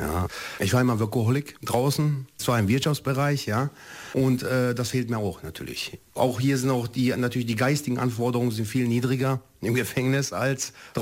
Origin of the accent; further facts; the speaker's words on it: Düsseldorf, North Rhine-Westphalia, Germany; also born or lived in Mostar, Bosnia and Herzegovina; Ich bin 46 Jahre alt, geboren in Mostar in Bosnien-Herzegowina, bin aber kroatischer Staatsbürger, aber bin eben seit 1986 in Deutschland, also aufgewachsen, groß geworden in Düsseldorf.